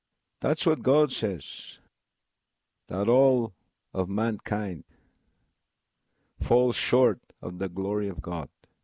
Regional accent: Swan River, Manitoba, Canada; also born or lived in Thicket Portage, Manitoba; I come from Swan River, Manitoba. And I'm a Cree.

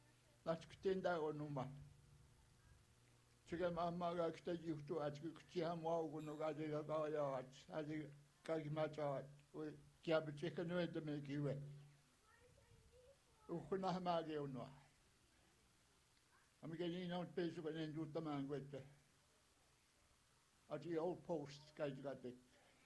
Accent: Garden Hill, Manitoba, Canada; I'm from Garden Hill and I'm a counselor and an elder.

